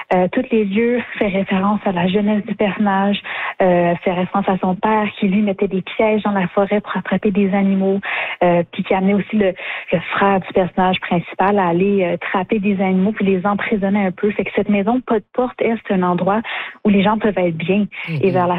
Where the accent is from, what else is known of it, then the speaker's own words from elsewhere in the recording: Hearst, Ontario, Canada; Comme moi, étant une jeune personne neuroatypique, queer, j'ai grandi à Earth, c'est sûr que ça n'a pas été super facile.